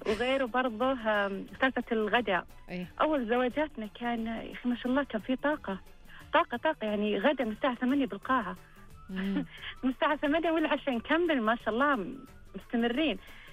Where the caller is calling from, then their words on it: Al-Qassim, Saudi Arabia; أنا كلمك من القصيم.